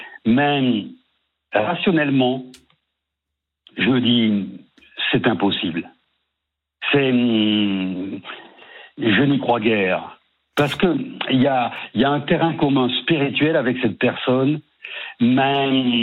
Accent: Mediterranean south of France, France; born there; accent: southern, sing-song accent; moved away as an adult; also born or lived in Brittany; now in Paris, France; je suis né dans le Sud-Ouest et j'ai vécu 22 ans dans le bassin méditerranéen.

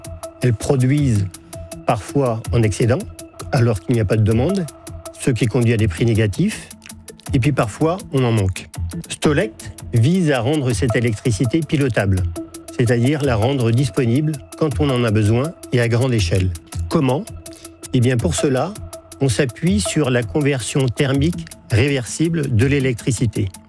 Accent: Étel, Brittany, France; Elle est très ancienne, elle date de mon enfance, en Bretagne.

